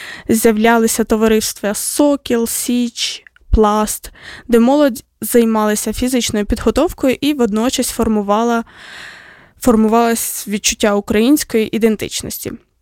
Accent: Mykolaiv Oblast, Ukraine; я з Миколаївської області, да, тому пишаюсь

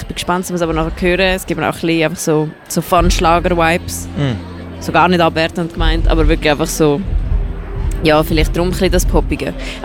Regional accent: Eastern Switzerland, Switzerland; Aber bei mir ist es, ich komme aus Ostschweiz.

